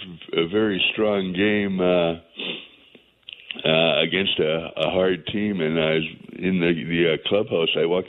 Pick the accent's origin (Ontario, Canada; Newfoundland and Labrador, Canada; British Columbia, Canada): British Columbia, Canada; Steveston; Yes, Rob. I'm also formerly from Steveston.